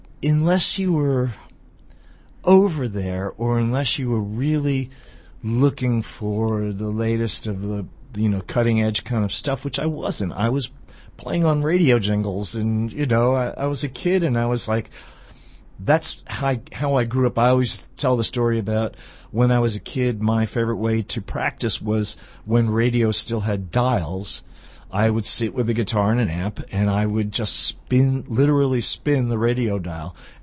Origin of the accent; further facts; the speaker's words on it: Queens, New York, United States; It sounds very kind of bridge and tunnel, which I was. I grew up in Queens, you know.